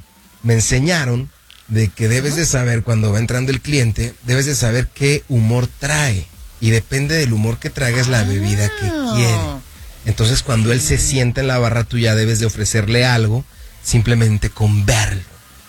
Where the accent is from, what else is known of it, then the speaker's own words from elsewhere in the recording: Mexico; Que un mixólogo me dijo, hombre, ¿de dónde eres? Y le dije, de México, hombre, te voy a preparar algo.